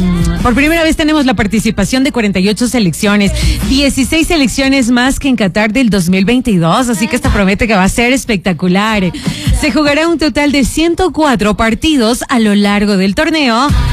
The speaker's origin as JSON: {"language": "Spanish", "country": "Ecuador", "said": "cuando tengamos que jugar como ecuatorianos"}